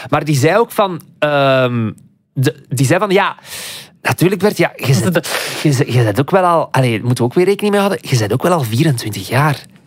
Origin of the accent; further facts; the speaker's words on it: Aalst, East Flanders, Belgium; En ik heb dezelfde tongval als Aaron. We zijn alle twee van het Aalsterse, van die kant.